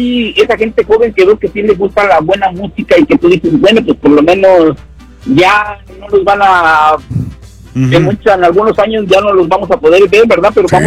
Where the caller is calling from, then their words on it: Indiana, United States; yo soy de acá de Indiana.